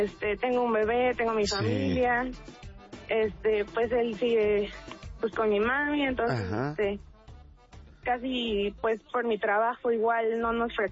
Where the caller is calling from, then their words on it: Tepeji del Río, Hidalgo, Mexico; soy de Tepeji del Río. Tengo 27 años.